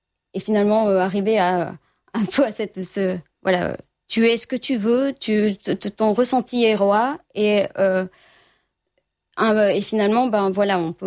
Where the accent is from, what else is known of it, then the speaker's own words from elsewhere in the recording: Switzerland; je suis de Suisse